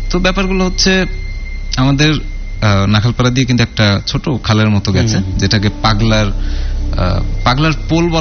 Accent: Dhaka, Dhaka Division, Bangladesh; তো দুই নাম্বার মাঠে বেসিক্যালি আমাদের ছোটবেলা থেকে বড় হওয়া, আমরা দুই নাম্বার মাঠে খেলাধুলা করতাম।

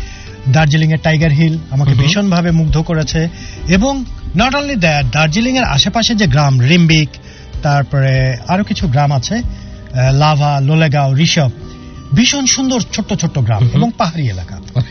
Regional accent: Bangladesh

